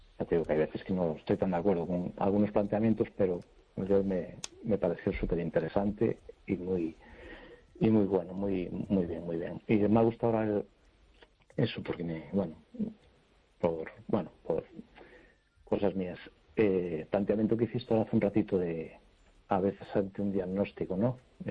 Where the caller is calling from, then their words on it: A Coruña, Galicia, Spain; de Coruña.